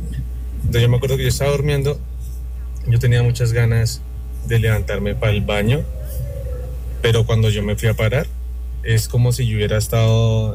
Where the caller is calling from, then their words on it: Bogotá, Colombia; Desde acá, Bogotá.